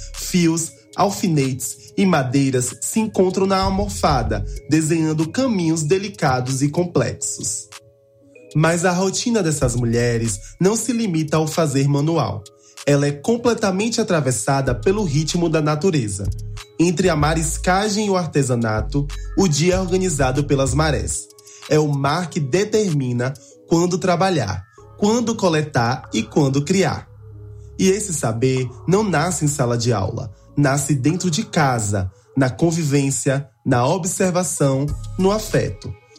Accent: Mundo Novo, Bahia, Brazil; now in Salvador, Brazil; sou de Mundo Novo e moro em Salvador.

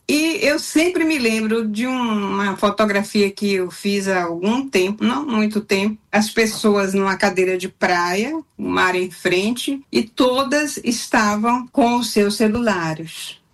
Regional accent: Bahia, Brazil; born there; Eu sou do sul da Bahia, da Mata Atlântica Costeira, então eu venho de uma paisagem muito exuberante.

